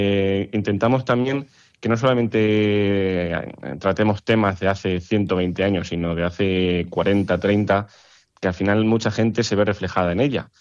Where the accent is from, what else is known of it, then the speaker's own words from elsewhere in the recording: Villarrubia de los Ojos, Castilla-La Mancha, Spain; por el amor que yo siento por mi pueblo, por mi tierra, por este lugar que me ha visto crecer.